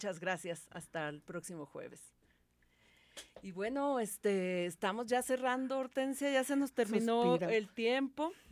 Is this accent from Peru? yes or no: no; Mexico; somos muy buenos como mexicanos